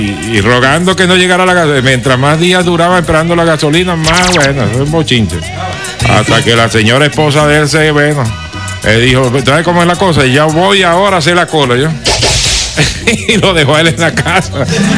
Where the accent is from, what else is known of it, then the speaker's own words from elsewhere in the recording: Venezuela; el venezolano es uno de los seres humanos más felices del mundo